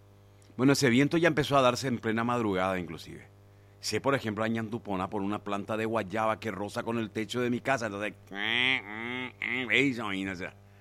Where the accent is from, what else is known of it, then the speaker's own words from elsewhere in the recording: Pedro Juan Caballero, Amambay, Paraguay; somos de Pedro Juan Caballero.